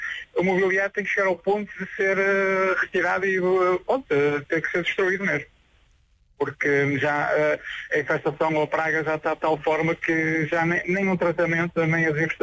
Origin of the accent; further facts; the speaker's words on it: Vila Nova de Gaia, Porto, Portugal; Eu, Vila Nova de Gaia, Canelas.